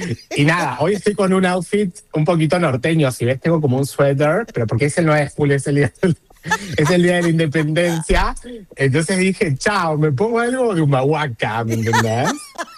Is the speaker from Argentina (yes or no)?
yes; Córdoba, Argentina; yo soy originaria, autóctona del País de Córdoba